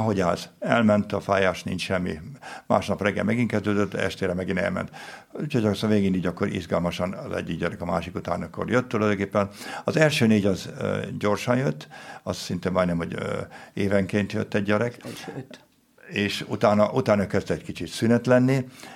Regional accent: Hungary; now in Germany; Én magyar vagyok.

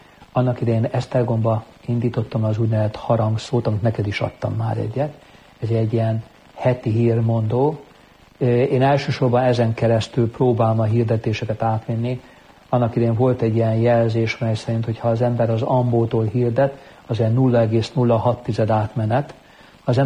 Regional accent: Budapest, Hungary; Tehát én budapesti lévén

